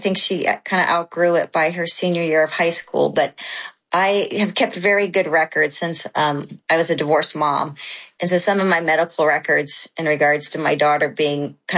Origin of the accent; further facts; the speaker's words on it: Mexico City, Mexico; also born or lived in Thailand; I was raised overseas in Mexico City in Thailand. And my parents, they moved to San Diego when I was in high school.